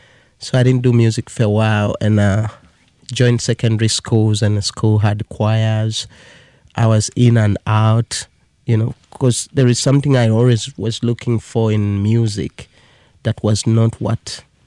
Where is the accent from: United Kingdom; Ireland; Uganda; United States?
Uganda; moved away; Growing up in Uganda, grew up in a family of two sisters and parents.